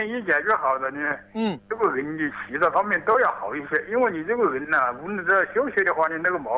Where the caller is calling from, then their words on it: Tianmen, Hubei, China; 我是天门药口这个